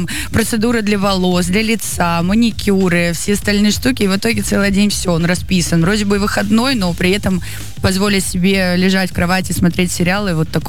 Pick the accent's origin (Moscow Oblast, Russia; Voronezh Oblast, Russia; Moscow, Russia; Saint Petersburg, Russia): Saint Petersburg, Russia; born or raised there